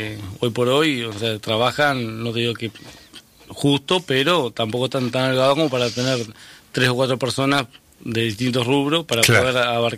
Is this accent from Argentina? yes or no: no; José Enrique Rodó, Soriano, Uruguay; moved away as an adult; also born or lived in Montevideo; now in Colonia, Uruguay; Yo soy oriundo de Soriano. Me fui a los 18 años, me fui a vivir a Montevideo.